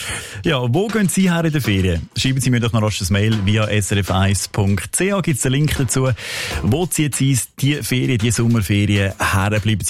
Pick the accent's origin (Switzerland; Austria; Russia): Switzerland; Weil ich nehme an, das Wandern in Marrakesch ist doch etwas anderes als bei uns in der Schweiz.